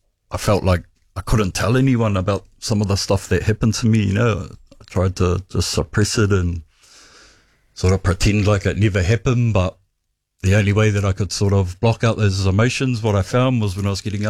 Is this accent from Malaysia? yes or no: no; New Zealand; now in Tokoroa, New Zealand; So I grew up at Maunganui.